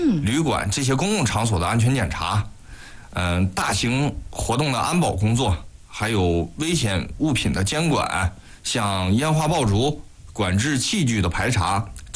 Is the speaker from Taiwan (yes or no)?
no; Hulunbuir, Inner Mongolia, China; 我生在呼伦贝尔，长在呼伦贝尔，这片土地养育了我，